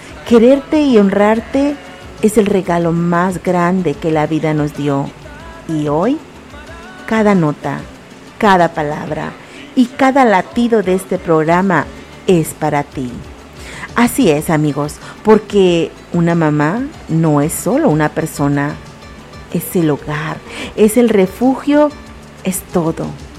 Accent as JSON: {"language": "Spanish", "town": "Tizimín", "region": "Yucatán", "country": "Mexico", "said": "transmitiendo con mucho orgullo y mucho amor desde mi tierra bonita, desde Tizimín, Yucatán, para todo el mundo."}